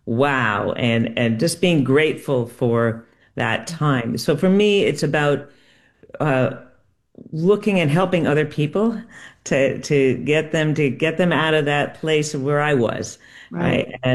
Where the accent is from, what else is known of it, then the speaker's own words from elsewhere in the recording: Connecticut, United States; now in Burlington, Vermont, United States; I grew up sailing in Connecticut.